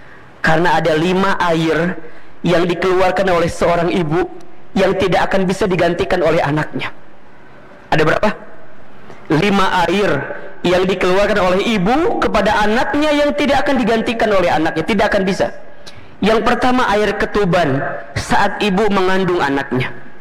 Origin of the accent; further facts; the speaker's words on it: Garut, West Java, Indonesia; kita orang kampung, orang miskin, orang desa, saya orang Garut aslinya.